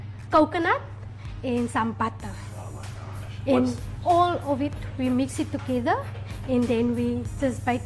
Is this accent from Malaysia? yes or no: no; Prince Albert, Western Cape, South Africa; born there; also born or lived in George